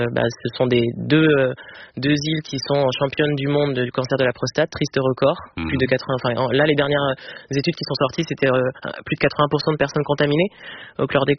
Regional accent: Villiers-le-Bel, Île-de-France, France; Je suis née à Clamart, mais j'ai grandi à Villers-le-Bel. Puis après, oui, pas mal de déménagement un peu partout en Île-de-France avec un point de chute dans 77.

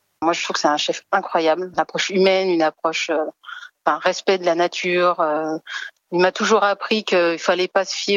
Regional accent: Saint-Étienne, Auvergne-Rhône-Alpes, France; moved away; Moi, je suis originaire de Saint-Étienne, donc c'est tout à côté de Saint-Bonnet-le-Froid.

